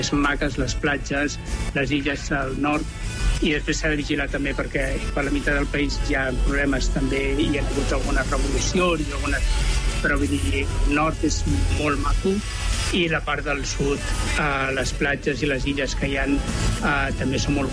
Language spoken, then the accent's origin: Catalan; Catalonia, Spain; nosaltres som catalans i que som una família catalana i que no som espanyols